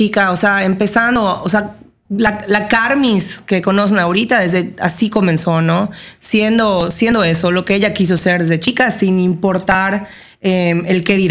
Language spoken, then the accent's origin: Spanish; Yucatán, Mexico; moved away as an adult; now in Europe; un espejo de lo que somos nosotros los mexicanos y los yucatecos.